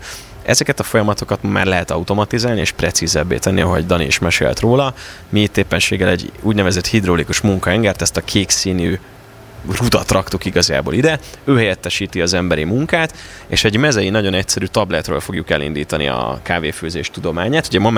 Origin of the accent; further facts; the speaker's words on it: Ajka, Veszprém County, Hungary; Én például Ajkáról származom, az egy bányászváros.